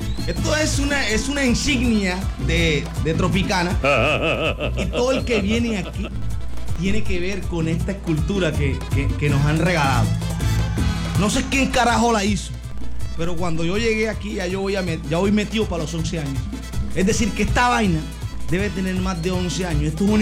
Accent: Valencia, Córdoba, Colombia; now in Montería, Colombia; Bueno, yo soy de Valencia.

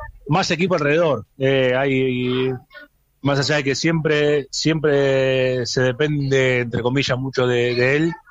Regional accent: Argentina; como buen argentino, la celeste y blanca y con todas las vibras para el domingo.

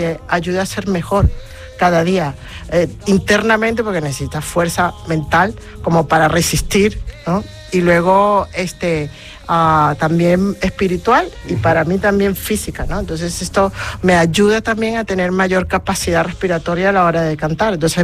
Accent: Venezuela; yo vengo de Venezuela. En Venezuela no se escucha normalmente jazz. O sea, yo por las calles que escuchaba salsa, merengue, joropo, merengue venezolano

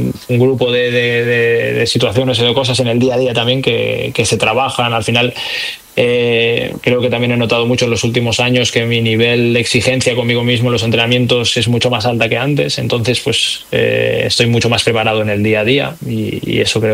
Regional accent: Catalonia, Spain; además somos los dos catalanes y de cerca además

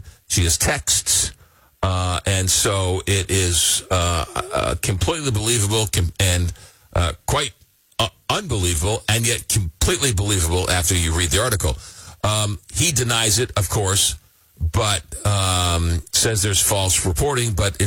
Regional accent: Long Island, New York, United States; born or raised there

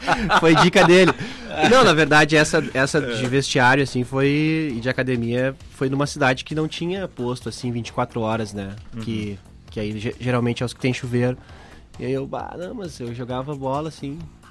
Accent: Lajeado, Rio Grande do Sul, Brazil

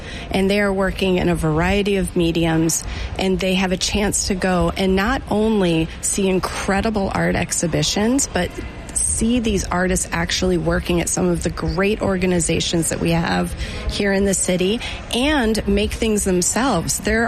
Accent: Georgia, United States; So I went to college at the Rhode Island School of Design, right out of Georgia.

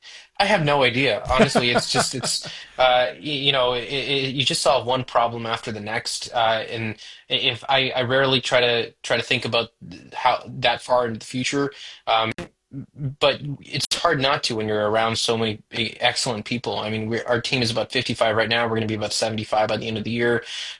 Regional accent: Toronto, Ontario, Canada; I basically was born and raised in Toronto, sort of the Jane Finch area, and always wanted to work on space, and figured that it wasn't going to happen in Canada

